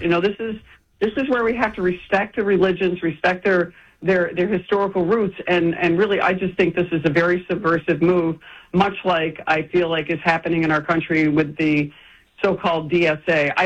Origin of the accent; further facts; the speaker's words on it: Scotland, United Kingdom; You know, originally a Scottish sport, I'm Scottish, so Scottish, you know, curling and golf came naturally to me